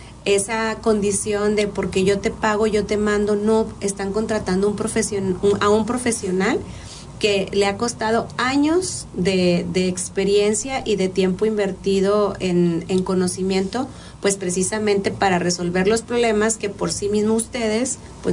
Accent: Sabinas, Coahuila, Mexico; Yo soy originaria de Sabinas, no vengo de Nuevo León, soy originaria de Sabinas, Coahuila.

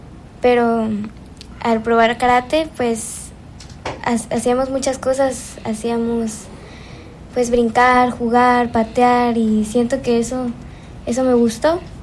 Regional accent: Zihuatanejo, Guerrero, Mexico; Sí, soy de aquí, de Cihuatanejo.

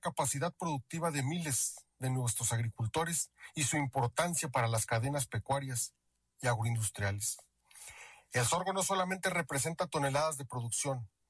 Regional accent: Mexico; forma parte de nuestra cultura, nuestra historia y nuestra identidad como mexicanos.

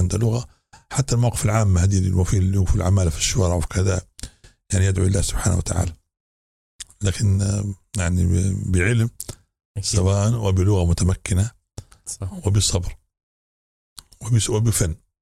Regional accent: Libya; عندنا في ليبيا

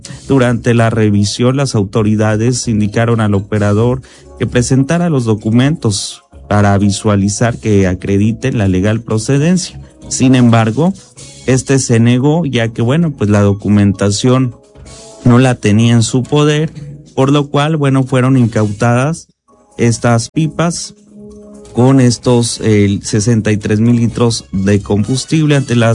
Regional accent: Mexico; Se supone que es una fecha en la que debemos estar unidos como mexicanos, mexicanas.

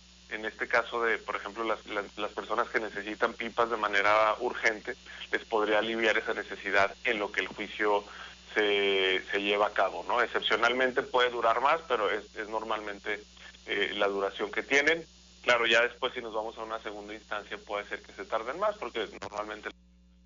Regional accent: León, Guanajuato, Mexico; yo soy leonés, soy guanajuatense, he sido un par de veces candidato a la presidencia municipal de León

